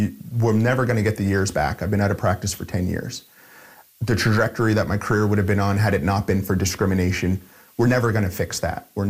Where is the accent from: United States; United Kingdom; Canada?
Canada; Halifax, Nova Scotia; I'm from Africville. My ancestors have been here since the 1700s, probably.